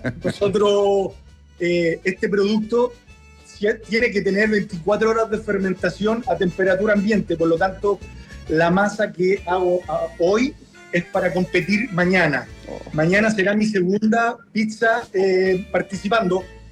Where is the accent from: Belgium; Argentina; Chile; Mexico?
Chile; somos 3 chilenos representando a nuestro país.